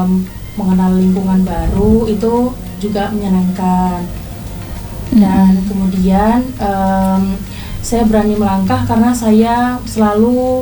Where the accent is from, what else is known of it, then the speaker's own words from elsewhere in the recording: Sungai Maram, West Kalimantan, Indonesia; now in Sintang, Indonesia; Saya dari Sungai Maram.